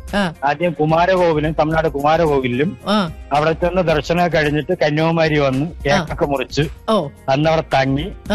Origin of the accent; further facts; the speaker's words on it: Kattakada, Kerala, India; now in Mumbai, India; Trivandrum Kattakada Neyyar dam എന്ന് കേട്ടുണ്ടോ?